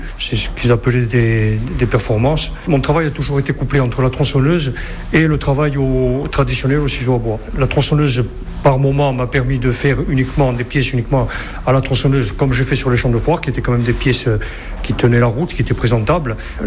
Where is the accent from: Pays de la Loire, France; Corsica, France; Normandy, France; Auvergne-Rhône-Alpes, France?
Corsica, France; moved away as an adult; À la base, je suis originaire de Lévis. Ce qui est devenu mon atelier était au départ une maison de famille où ont vécu mes grands-parents. Comme beaucoup de Corses, à 18 ans, je suis parti faire mes études sur le continent en sciences.